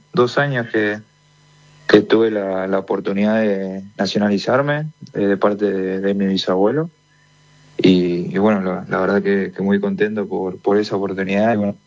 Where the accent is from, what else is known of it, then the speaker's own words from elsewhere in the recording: Mar del Plata, Buenos Aires Province, Argentina; Yo soy de Mar del Plata.